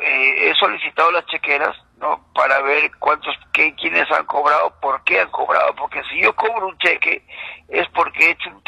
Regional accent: Puerto Yurinaki, Junín, Peru; mi pueblo está abandonado

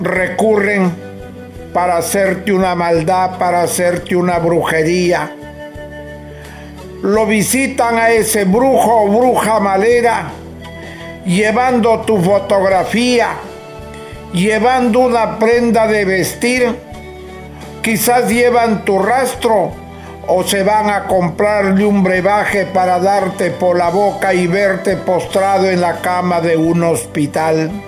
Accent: northern Peru, Peru

